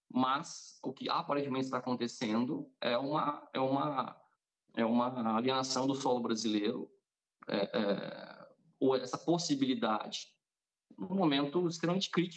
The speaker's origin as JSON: {"language": "Portuguese", "country": "Brazil", "said": "enquanto brasileiros"}